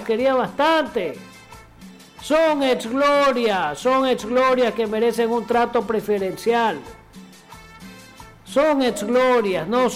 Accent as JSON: {"language": "Spanish", "country": "Ecuador", "said": "A mí como ecuatoriano"}